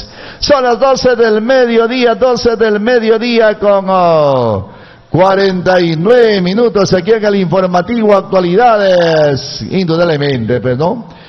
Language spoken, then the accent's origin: Spanish; Peru